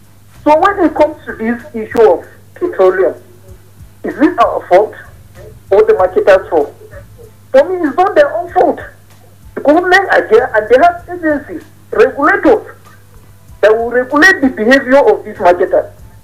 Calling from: Bukuru, Plateau, Nigeria; I'm calling from Buku.

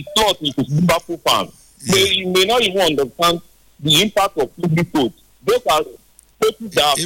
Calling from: Port Harcourt, Rivers, Nigeria; I'm calling from Port Harcourt.

